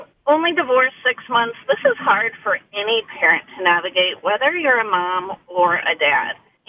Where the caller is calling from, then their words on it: Fort Wayne, Indiana, United States; I'm calling from Fort Wayne. So I'm a single mom.